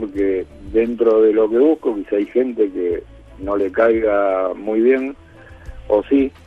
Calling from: Mar del Plata, Buenos Aires Province, Argentina; soy de Mar del Plata.

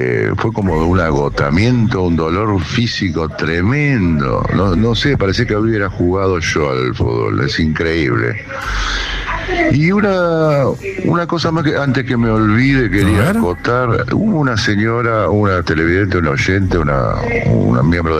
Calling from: Quilmes, Buenos Aires Province, Argentina; de Quilmes.

